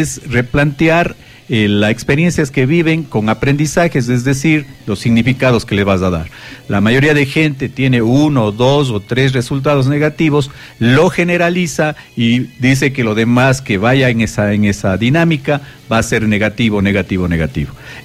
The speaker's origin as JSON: {"language": "Spanish", "country": "Ecuador", "tie": "born there", "said": "pasar unas temporadas en México estudiando. Quiero mucho ese país. Nací en Ecuador"}